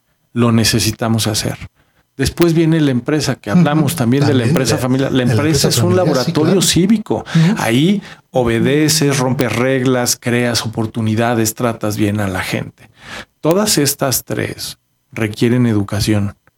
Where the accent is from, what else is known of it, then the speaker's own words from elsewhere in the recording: Mexico; así somos los mexicanos.